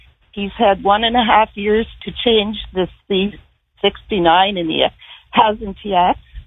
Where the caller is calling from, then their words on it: Canada; us Canadians